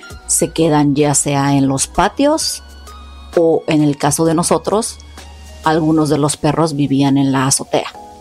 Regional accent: Mexico City, Mexico; moved away as an adult; now in United States; Yo crecí en la Ciudad de México hasta los 21 años y después me vine para acá, para Estados Unidos.

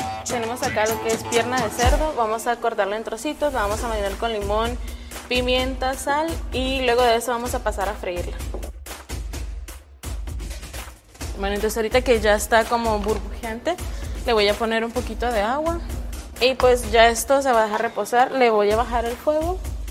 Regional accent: El Salvador; born there; moved away; soy de El Salvador

